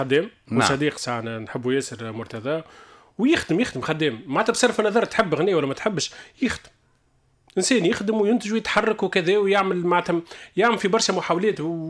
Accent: Tunisia; احنا مثلا عندنا في تونس

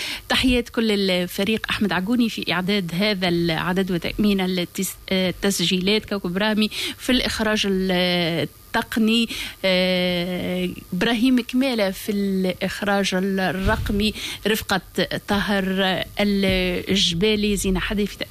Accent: Gafsa Governorate, Tunisia; كتوانسه كاهالي قفصه

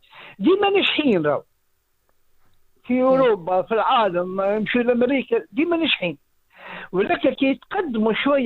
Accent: Tunisia

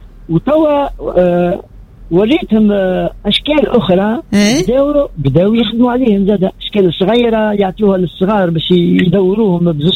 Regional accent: Tunis, Tunis Governorate, Tunisia; أنا من تونس نهبط للشفاقس

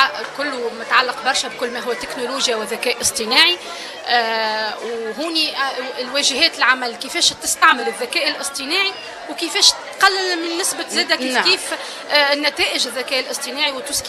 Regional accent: Tunisia; واللي عندنا في تونس الحقيقة في كل ما هو مناخ وبيئة عندنا مجتمع مدني فاعل

